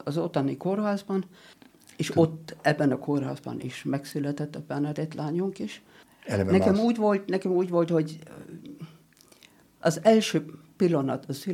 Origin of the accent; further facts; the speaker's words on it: Bavaria, Germany; Én bajor.